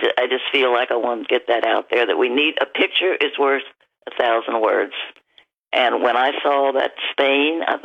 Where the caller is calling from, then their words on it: Florida, United States; in Florida.